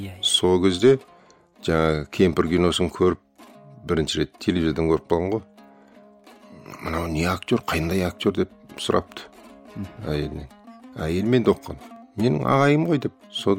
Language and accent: Kazakh; East Kazakhstan Region, Kazakhstan; Бала күнімізден естіп өстік Асанғайғының аңыздарын, Асанғайғы сүйдеген екен, Асанғайғы бүйдің. Соны біздің Тарбағатайда ат қойып кеткен жерлері бар Асанғайғының.